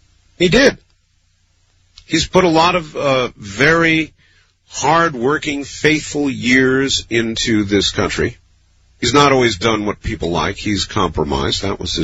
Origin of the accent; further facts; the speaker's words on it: United States; I'm an American